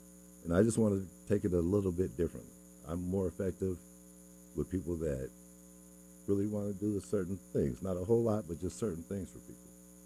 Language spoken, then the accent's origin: English; Seattle, Washington, United States; now in Renton, United States; I'm not from the Renton. I'm not from anywhere. You know, I'm from Seattle.